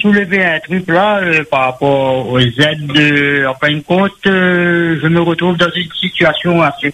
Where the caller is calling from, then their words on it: Réunion; en tant que Français, en tant que Réunionnais